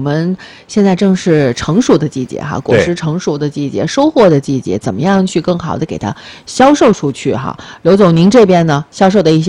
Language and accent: Chinese; Tianjin, China; 包括适合我们天津人的口